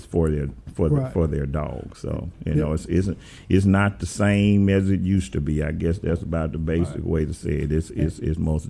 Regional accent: Memphis, Tennessee, United States; And so we're from South Memphis. We can go on, say I'm from South Memphis.

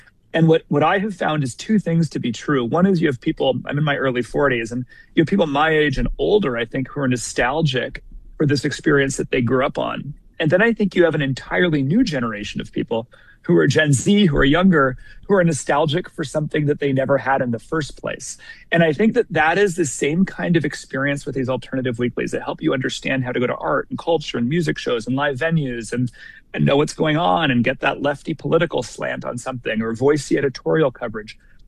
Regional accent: Washington, United States; So I'm from Washington State originally. I grew up in a small farm town in Washington State

